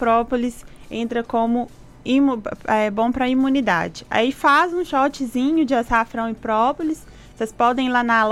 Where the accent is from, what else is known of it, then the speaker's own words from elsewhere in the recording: Sete Lagoas, Minas Gerais, Brazil; moved away as an adult; now in Pompéu, Brazil; eu sou de Sete Lagoas, meu marido é daqui de Pompeu, e a gente resolveu vir para cá, para Pompeu, e abrir o nosso negócio.